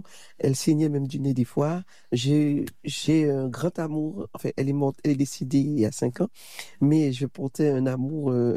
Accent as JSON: {"language": "French", "town": "Fort-de-France", "country": "Martinique", "tie": "born or raised there"}